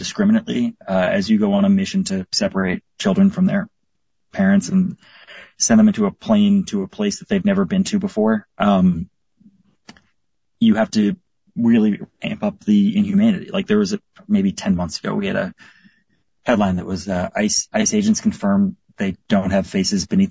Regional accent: Chicago, Illinois, United States; I'm from Chicago. We got, the bejesus beaten us out of us by, people. We had a Halloween parade gassed by a bunch of strangers.

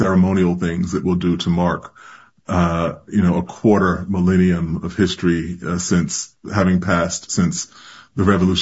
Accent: New York, United States; So I'm a New Yorker

